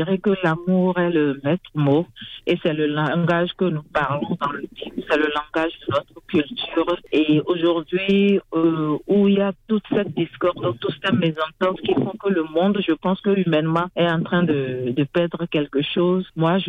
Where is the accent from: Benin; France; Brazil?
Benin; Et nous, en tant que Béninois, en tant qu'Africains